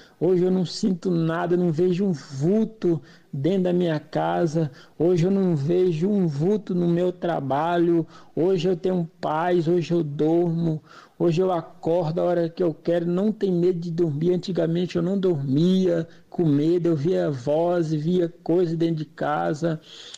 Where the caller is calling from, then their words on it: Inhumas, Goiás, Brazil; Sou aqui da cidade de Inhumas, Goiás.